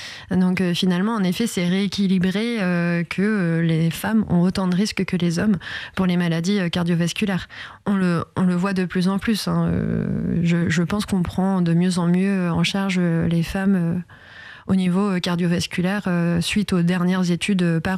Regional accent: Caen, Normandy, France; je suis de Caen

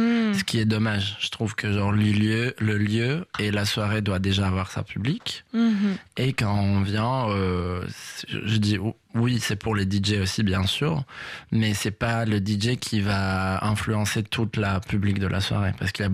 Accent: Serbia; moved away; Parce que comme j'ai grandi en Serbie

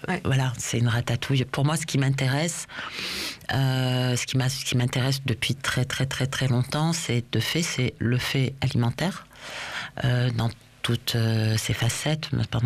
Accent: Briançon, Provence-Alpes-Côte d'Azur, France; Et puis moi, après, j'ai grandi aussi à la frontière italienne. Moi, je suis née, j'ai grandi à Briançon. Donc, on n'est pas très, très loin. On est à une petite heure, toute, toute petite heure de route de Turin.

